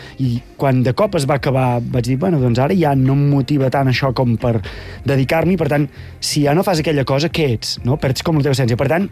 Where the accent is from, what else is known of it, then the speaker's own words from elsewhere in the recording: Vic, Catalonia, Spain; Jo soc, pels de fora de Vic, soc de Vic, però per la gent de Vic soc de la Serra de Sant Ferm.